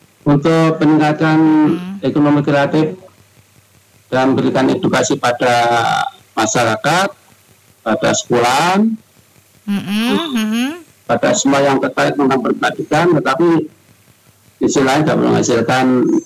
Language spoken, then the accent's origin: Indonesian; Ngawi, East Java, Indonesia; Jadi betul-betul orang sini produksi Ngawi. Sebagai anak Ngawi.